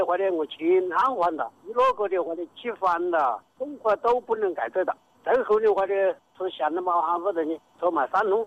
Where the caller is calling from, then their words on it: Shandong, China; 我是山东的用户啊。